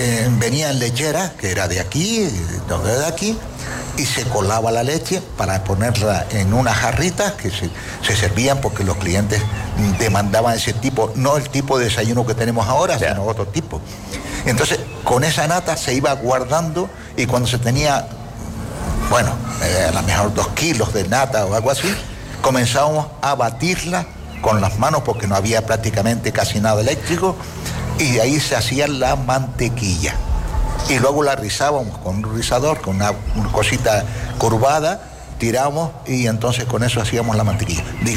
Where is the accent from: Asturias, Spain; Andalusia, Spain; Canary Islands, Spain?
Canary Islands, Spain; born there; Pero, hombre, yo soy nacido en Gran Canaria. ¿No? Pero cuando he venido aquí al sur hace 45 años